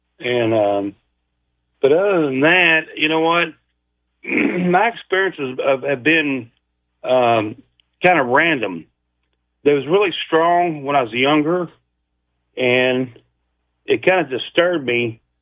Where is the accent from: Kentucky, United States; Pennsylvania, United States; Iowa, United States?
Kentucky, United States; Louisville; Yes, sir. I'm from Louisville, Kentucky